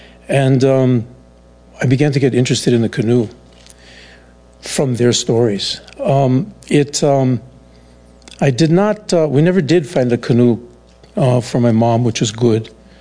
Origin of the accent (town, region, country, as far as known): Honokaa, Hawaii, United States; born or raised there; also born or lived in Lapu'ihoi